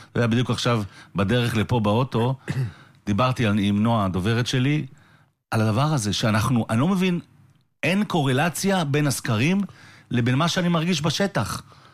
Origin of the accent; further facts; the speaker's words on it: Netanya, Central District, Israel; יש לי המון חברים בליכוד, מנתניה, מהעיר שלי.